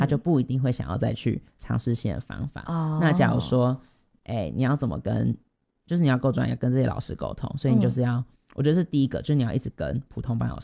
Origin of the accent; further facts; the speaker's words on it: Chiayi, Taiwan; now in Taipei, Taiwan; 因为现在我是嘉义人，我现在到台北读书